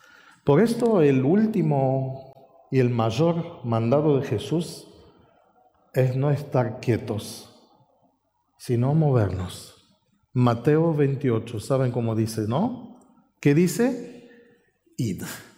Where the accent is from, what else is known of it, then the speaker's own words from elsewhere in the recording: Romania; moved away; En mi país hay, yo me acuerdo que cuando éramos chicos, mi papá trabajaba cuidando unas cabañas en la montaña y nos llevaba. Y a nosotros nos gustaba, porque hay montañas lindas en Rumania